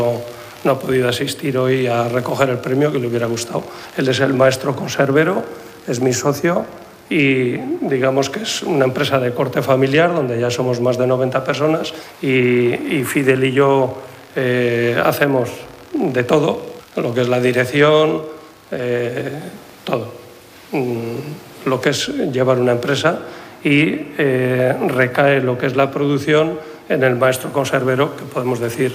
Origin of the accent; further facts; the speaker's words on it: Laredo, Cantabria, Spain; nosotros somos originarios de Laredo